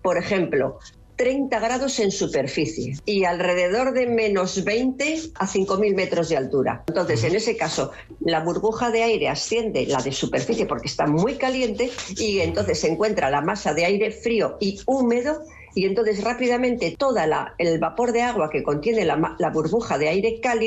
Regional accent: Spain; yo personalmente, soy de la Ribera del Ebro

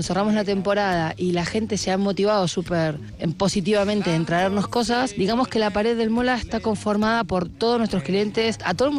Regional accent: Argentina; moved away as an adult; now in Spain; somos argentinos emigrando, volviendo un poco a la tierra de nuestros abuelos, un poco no del todo

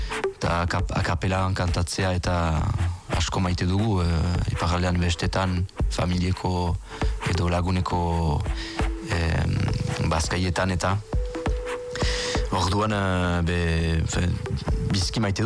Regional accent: Nouvelle-Aquitaine, France; Basque is a second language; euskaldun berria naiz, baina euskaldun munduan ibili naiz tipitatik, eta bon, berant ikasi dut, eta ikasten ari niz beti, euskara, baina bai, euskal kantu repertorioa ongi ezautzen dut, eta basen afarroan aziniz

